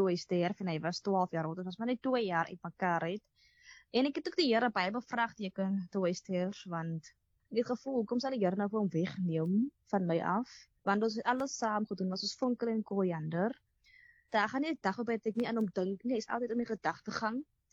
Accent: Atlantis, Western Cape, South Africa; accent: developed an accent; En sê, ek is van Atlantis, ek bly in Island Place, ek bly in die Kort.

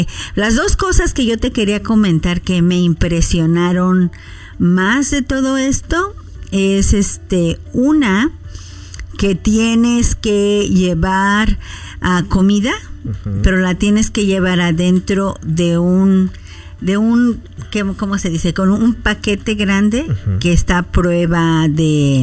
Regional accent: Mexico City, Mexico; yo crecí en la Ciudad de México, yo sé subirme a camiones y tomar el metro.

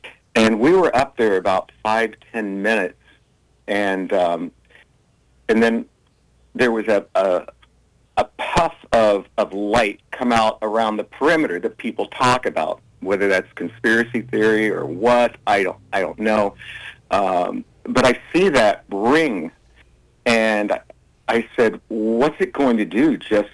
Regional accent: New York City, New York, United States; as a New Yorker

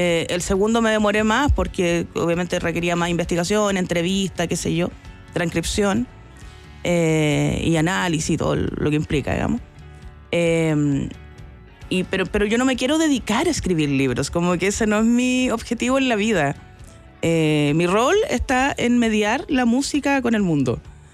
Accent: Santiago, Santiago Metropolitan Region, Chile; Yo soy de Santiago

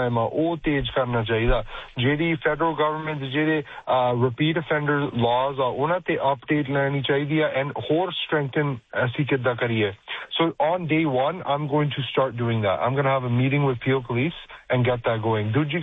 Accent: Brampton, Ontario, Canada; ਮੈਂ ਬ੍ਰੈਂਪਟਨ, ਮੇਰੀ ਸਾਰੀ ਲਾਈਫ ਮੈਂ ਇੱਥੇ ਗਰੋ ਅਪ ਹੋਇਆ।

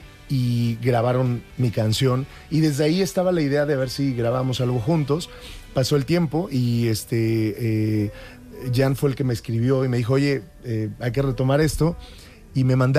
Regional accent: Huamantla, Tlaxcala, Mexico; A mí me pasa con las fiestas de mi pueblo, que en agosto es sagrado para mí estar en Huamantla.

